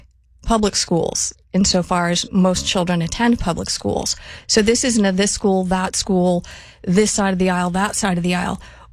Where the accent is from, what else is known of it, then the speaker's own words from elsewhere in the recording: Arizona, United States; born there; moved away as an adult; now in Washington, United States; I moved here from Arizona. I'm kind of bucking the trend of moving into Washington.